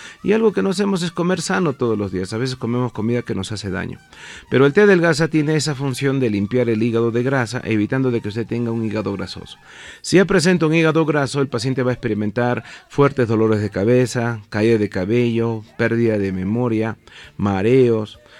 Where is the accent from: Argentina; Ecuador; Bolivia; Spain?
Bolivia; Tarija; soy médico farmacólogo, médico fitoterapeuta, médico naturista. Yo vengo desde la ciudad de Tarija.